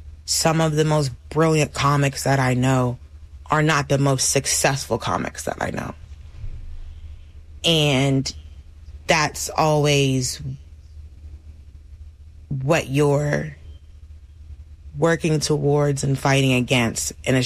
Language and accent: English; Atlanta, Georgia, United States; So I still had the long beard with my gold bees in it because I'm still from Atlanta, right? But, you know, it's just old head, southern stuff.